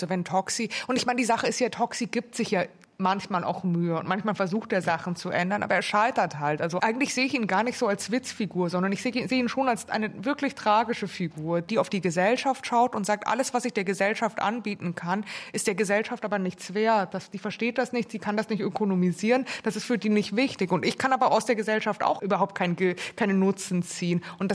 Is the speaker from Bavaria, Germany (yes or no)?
yes; Munich, Bavaria, Germany; Ich bin ja aus München und ich sehe dann schon immer, dass die Leute am Wochenende zum Beispiel so so arge Klettertouren machen